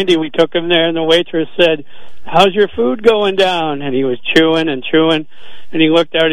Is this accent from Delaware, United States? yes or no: no; Greenfield, Massachusetts, United States; I grew up in Greenfield, and God, I used to go to Sacred Heart, too